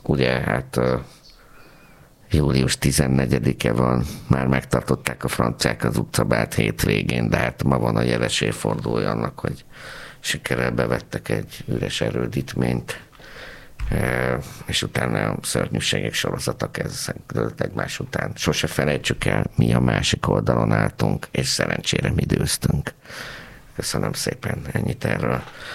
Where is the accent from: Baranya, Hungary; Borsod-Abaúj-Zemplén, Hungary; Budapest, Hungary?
Baranya, Hungary; Pécs; Tudod, én pécsi vagyok